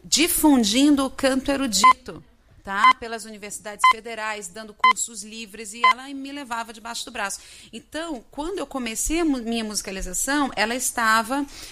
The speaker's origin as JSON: {"language": "Portuguese", "town": "Belém", "region": "Pará", "country": "Brazil", "also_born_or_lived": "Rio de Janeiro", "said": "Sou de Belém, do Pará"}